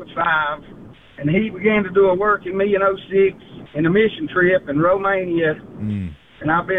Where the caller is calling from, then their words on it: Mountain City, Tennessee, United States; I'm calling from Mountain City, Tennessee.